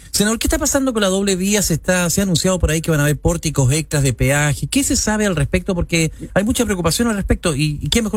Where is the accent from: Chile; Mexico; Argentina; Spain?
Chile; somos muchos los chilenos